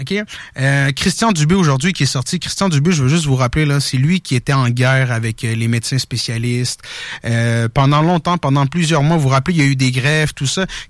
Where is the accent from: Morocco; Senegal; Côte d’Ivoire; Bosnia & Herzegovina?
Morocco; now in Canada; parce qu'il faut que tu passes par mon pays d'origine, qui est le Maroc. Fait qu'il faut que tu prennes Royal Air Maroc, OK?